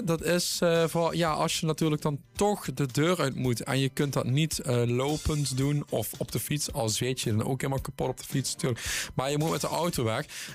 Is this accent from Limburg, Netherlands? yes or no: yes; Maastricht, Limburg, Netherlands; iedereen weet, ik ben niet uit Pinamaas, komt ook uit Maastricht.